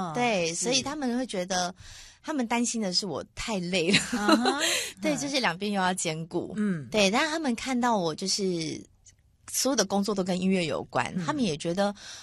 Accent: Chiayi, Taiwan; born there; also born or lived in Taichung; 因为我老家在嘉义，从南部要回到台中，

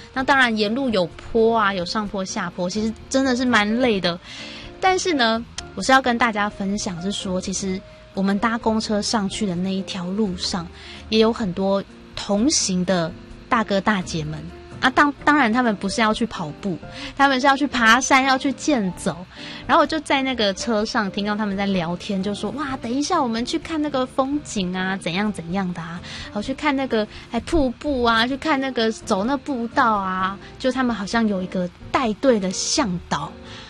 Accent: Xindian, New Taipei, Taiwan; 因为我自己其实是新店人，我从小到大都是在新店长大，但是我在我们家的这个地理位置是在平地的新店，就是在靠近就是都市的新店。

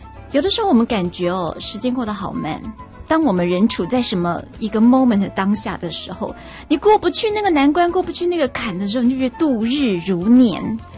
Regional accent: Taiwan; 所以我们台湾人就是也是处变不惊啊

